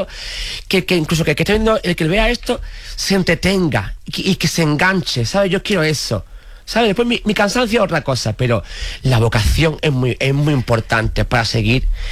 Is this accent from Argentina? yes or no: no; Jerez, Andalusia, Spain; En mi tierra, estaba en Jerez, pregón, en Cádiz, en San Fernando.